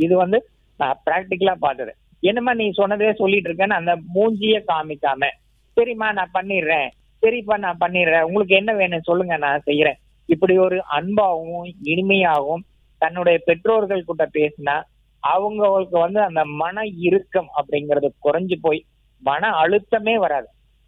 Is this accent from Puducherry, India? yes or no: no; Kasipalayam, Tamil Nadu, India; moved away; என் சொந்த ஊர் காசிபாளையம்